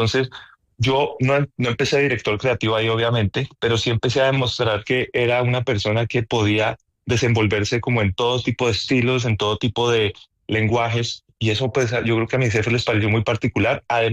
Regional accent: Popayán, Cauca, Colombia; moved away as an adult; also born or lived in Bogotá; now in United States; yo empecé en Popayán, yo crecí en una finca en Popayán, pero mi papá era director regional del SENA.

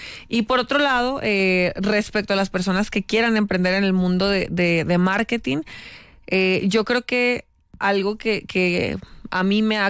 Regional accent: northern Mexico, Mexico; now in Medellín, Colombia; yo soy de una ciudad que es frontera con Estados Unidos. Culturalmente, en México se divide en 3 zonas, el norte, el centro y el sur. Y en el norte, particularmente de la ciudad que yo soy, culturalmente, somos más similares a la región del sur de California

